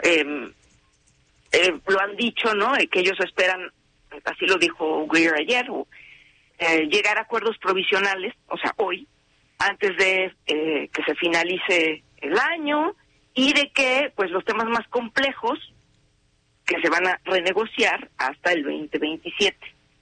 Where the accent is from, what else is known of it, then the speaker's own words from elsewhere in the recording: Mexico; como somos los mexicanos